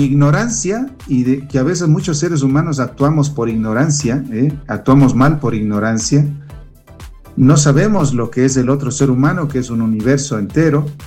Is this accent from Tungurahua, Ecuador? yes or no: yes; Baños de Agua Santa, Tungurahua, Ecuador; born there; yo nací en Baños de Agua Santa y siempre fui mariano por mi madre, la Virgen del Rosario de Agua Santa.